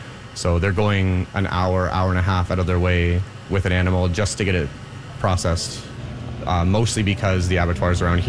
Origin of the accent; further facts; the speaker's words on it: Canada; part of our ethos being Canadian, sustainable, local as much as possible does involve with being in Ottawa, in Gatineau, in a northern part of the country